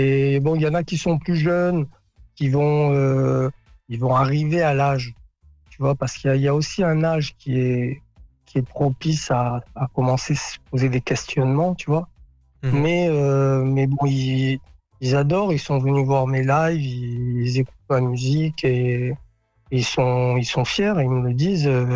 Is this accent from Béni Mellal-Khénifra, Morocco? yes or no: yes; Beni Mellal, Béni Mellal-Khénifra, Morocco; Et là, je revois les images de quand j'étais gamin, qu'on était au Gdam el-Bab à Beni Mellal, sur Bouachouch